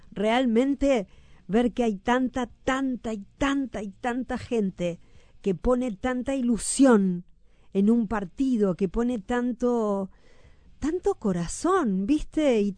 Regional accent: Buenos Aires, Argentina; now in Uruguay; mis orígenes son de la orilla de enfrente, soy argentina. Más que argentina, soy de Villa Urquiza, lo cual es parecido, pero diferente.

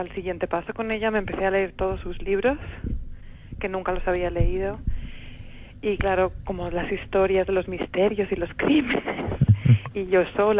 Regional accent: Madrid, Community of Madrid, Spain; yo habiendo crecido en Madrid y siendo española

